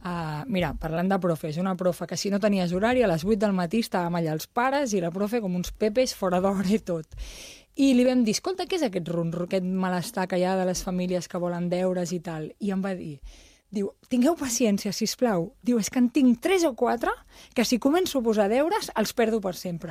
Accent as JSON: {"language": "Catalan", "area": "Sant Martí", "region": "Catalonia", "country": "Spain", "said": "Jo soc de Sant Martí"}